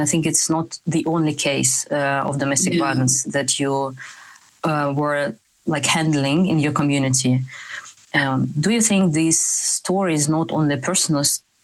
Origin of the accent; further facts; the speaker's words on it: Russia; So I'm coming from Russia, so I think patriarchy, of course, is very different in different regions among different people also